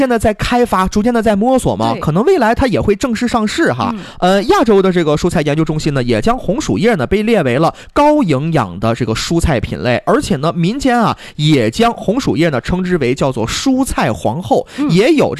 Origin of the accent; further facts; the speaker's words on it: Northeast China, China; 他说有道菜特别适合咱们东北人